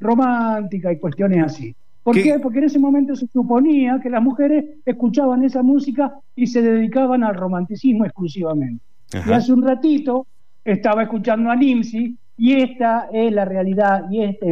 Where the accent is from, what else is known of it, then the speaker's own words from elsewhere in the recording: San Carlos de Bariloche, Río Negro, Argentina; Yo soy patagónico, barilochense, claro.